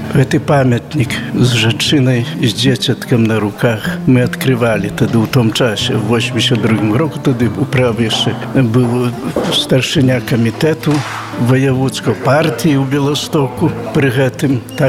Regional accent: Meleshki, Grodno Region, Belarus; Я сам з Мелешкоў родам, якбы па другой стороне гарадка, і той бок.

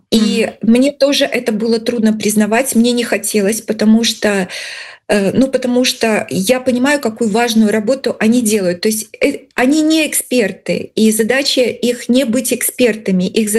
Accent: Mogilev, Mogilev Region, Belarus; я выросла в Могилеве, но уже не буду так прятать свой возраст. Мне было 9 лет, когда случилась авария, на Чернобыльской аварии.

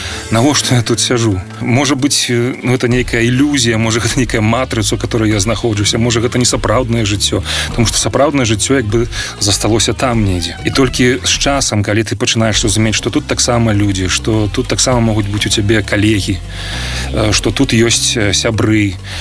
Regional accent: Belarus; accent: Belarusian; Ukrainian is a second language; moved away as an adult; now in Poland; у мене акцент, якби, буде так, білоруський

